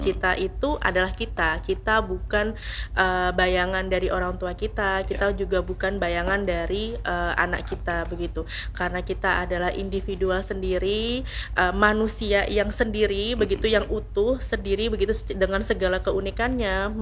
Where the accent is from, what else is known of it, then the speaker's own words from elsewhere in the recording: South Kalimantan, Indonesia; baru kita alihkan sebentar ketika dia sudah di kita orang Banjar tuh besisigan gitu ya.